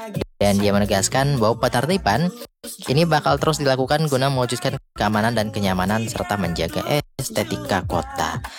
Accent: Medan, North Sumatra, Indonesia; kita orang Medan

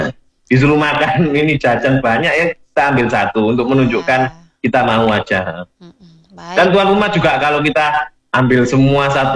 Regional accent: Java, Indonesia; kita orang Jawa seperti itu

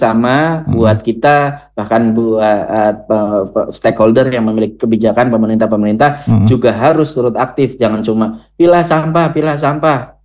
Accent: Central Java, Indonesia; accent: Javanese ngapak; Saya nggak mau ngomong pakai bahasa Inggris, takutnya nanti nggak mudeng juga gitu. Kita wong Jawa Tengah ngomongnya Jawa

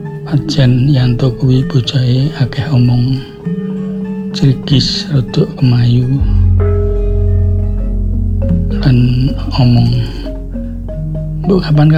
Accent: Banguntapan, Special Region of Yogyakarta, Indonesia; Kula srikaton saking Banguntapan.

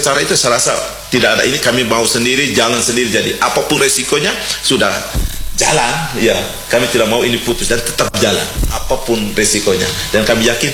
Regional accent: Wamena, Highland Papua, Indonesia; Dulu saya masih lihat kami budaya kami orang Wamena itu di ujung rotan itu

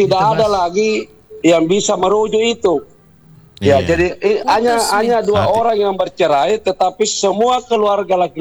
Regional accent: Makassar, South Sulawesi, Indonesia; kita orang Makassar itu

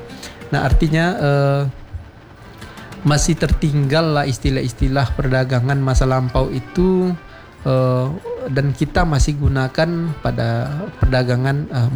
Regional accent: Riau, Indonesia; mereka Sumatera Selatan, kita Riau, kira-kira gitu. Tapi kalau persoalan sejarah kita terikat satu sama lain, ya kita pasti akan mengatakan kita sama-sama orang Melayu

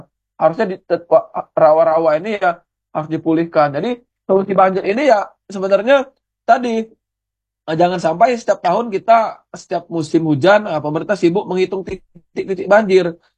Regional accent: Palembang, South Sumatra, Indonesia; kita sebagai warga Kota Palembang

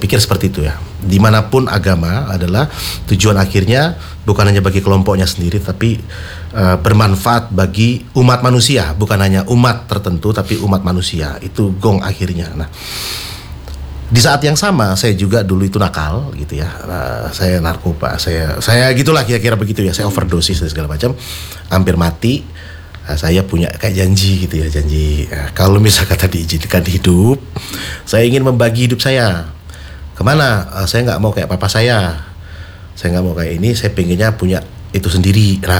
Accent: North Sulawesi, Indonesia; born there; also born or lived in Jakarta; now in Semarang, Indonesia; saya lahir dalam suku Minahasa atau Manado, Sulawesi Utara.

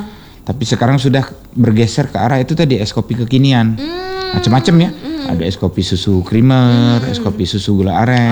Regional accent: Palembang, South Sumatra, Indonesia; Iya, lahir di Palembang.

